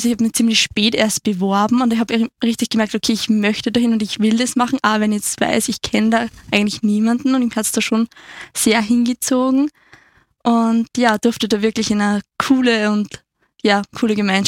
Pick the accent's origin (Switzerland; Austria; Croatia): Austria; Oberndorf, Lower Austria; bin 21, komme aus Niederösterreich, aus Oberndorf.